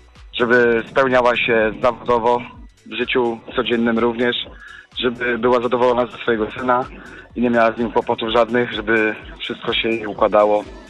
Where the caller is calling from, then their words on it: Łódź, Łódź Voivodeship, Poland